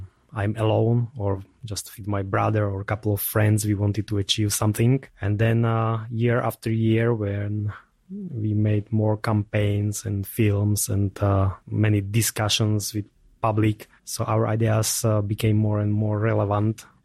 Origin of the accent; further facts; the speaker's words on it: Slovakia; I'm from Tatra Mountains, let's say.